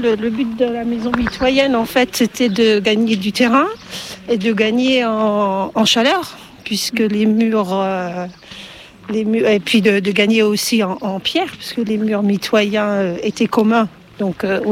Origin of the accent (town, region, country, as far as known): Ménil, France; born or raised there